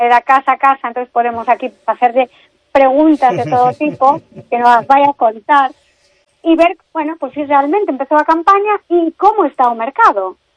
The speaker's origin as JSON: {"language": "Galician", "region": "Galicia", "country": "Spain", "said": "Son moi galega, ¿no?"}